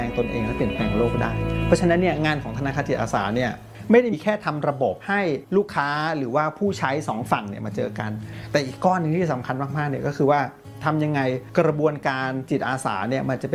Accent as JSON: {"language": "Thai", "region": "Bangkok", "country": "Thailand", "tie": "born or raised there", "said": "เป็นเด็กกรุงเทพครับเกิดและโตที่กรุงเทพ"}